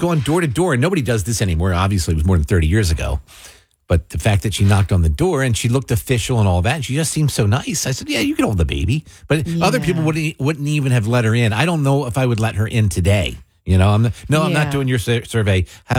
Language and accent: English; Mays Landing, New Jersey, United States; growing up in Mays Landing, my aunt and uncle lived one street over. My grandparents also lived one street over.